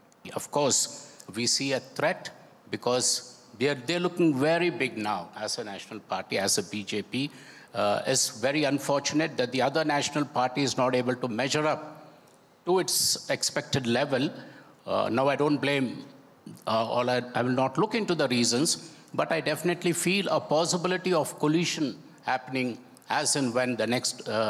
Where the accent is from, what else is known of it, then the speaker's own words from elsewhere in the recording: Telangana, India; I come from Telangana, where we lost the elections.